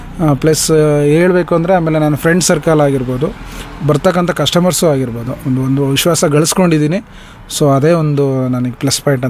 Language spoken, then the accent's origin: Kannada; Karnataka, India; born there; also born or lived in Kalgangur; So ನಾನು ಹುಟ್ಟಿದ್ದು ಮೂಲತಃ ನವಲೆ, ಬೆಳೆದಿದ್ದು ಇಲ್ಲೇ ಹಳ್ಳಿ ಒಂದು ಕುಗ್ರಾಮ ಕಲ್ಗಂಗೂರು ಅಂತೇಳಿ. ಸೊ ಅಲ್ಲಿ ನನ್ನ 5ನೇ ತರಗತಿ ತನಕ ವಿದ್ಯಾಭ್ಯಾಸ ಆಯಿತು. ಅಲ್ಲಿಂದ ಮತ್ತೆ ನಾನು ಇಲ್ಲಿ ನಾನು ಹುಟ್ಟಿದ ಸ್ಥಳಕ್ಕೆ ನವಲೆಗೆ ಬಂದೆ.